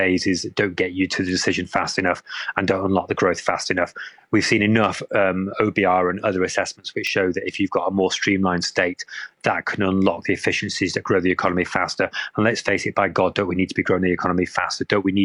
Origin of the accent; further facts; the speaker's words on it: Salford, North West England, United Kingdom; now in Bournemouth, United Kingdom; I'm originally from Salford in Greater Manchester. I grew up under the time when Greater Manchester, and particularly Manchester City Centre, was in real economic distress coming out of the deindustrialisation period